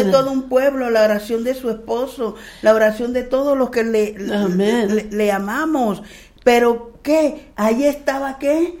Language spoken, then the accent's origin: Spanish; Panama; Yo vengo de Panamá.